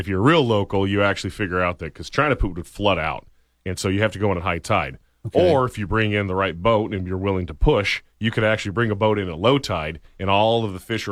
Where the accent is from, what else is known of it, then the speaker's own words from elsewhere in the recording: Homer, Alaska, United States; we lucked out growing up in the Homer area.